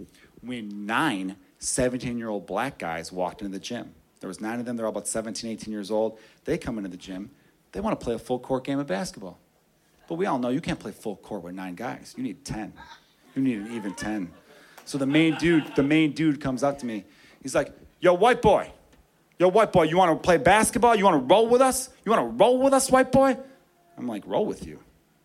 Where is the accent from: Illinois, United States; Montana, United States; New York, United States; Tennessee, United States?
Illinois, United States; Chicago; I grew up here. I grew up on the Northwest Side. I love it there. It's great. You know, my neighbor was a little diverse, I guess. It's like 40% Hispanic, 30% Polish, and then the rest, like regular white people like me, right?